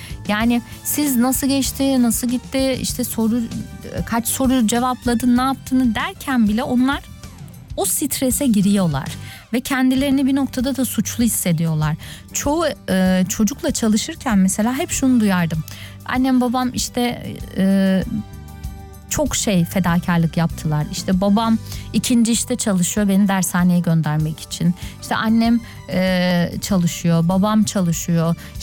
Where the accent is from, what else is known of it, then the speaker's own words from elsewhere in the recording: Adana, Turkey; moved away; zaten memleketim Adana